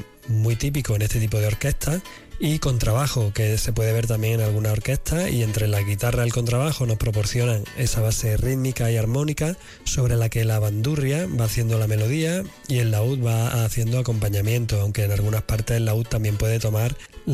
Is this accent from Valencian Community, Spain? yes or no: no; Espiel, Andalusia, Spain; soy natural de Espiel, un pueblo de Córdoba, al norte, en Sierra Morena